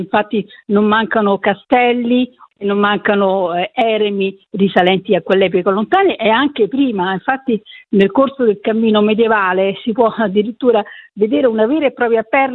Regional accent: Rome, Lazio, Italy; moved away as an adult; now in Molise, Italy; noi siamo di Roma, ma ci siamo trasferiti qualche anno fa qua in Molise, appunto perché cercavamo una regione che fosse ancora autentica, che fosse ancora bella e non fosse in fondo troppo anche lontana da Roma dove vivevamo.

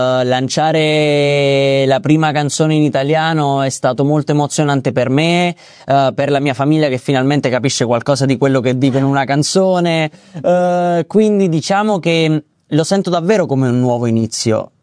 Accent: Città Sant'Angelo, Abruzzo, Italy; moved away; also born or lived in Latin America; io vengo da Città Sant'Angelo, una cittadina piccolina, e poi sono andato in America Latina, adesso sono qui con te.

